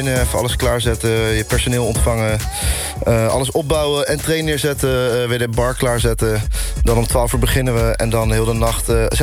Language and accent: Dutch; The Hague, South Holland, Netherlands; Maar ik kom gewoon uit Den Haag.